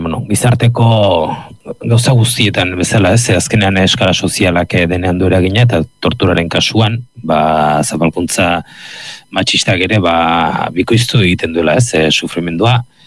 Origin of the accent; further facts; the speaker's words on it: Basque Country, Spain; ni Gipuzkoarra naiz, Gipuzkoan nire gaztaro guztian Diario Basko irakurtzen zuen jende guztiak